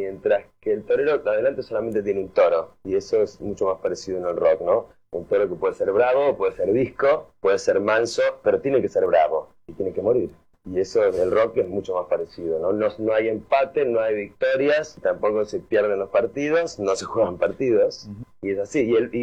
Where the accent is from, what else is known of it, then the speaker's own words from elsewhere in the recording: Argentina; also born or lived in Spain; yo soy argentino, pero también soy español y estoy muy orgulloso de ser español también.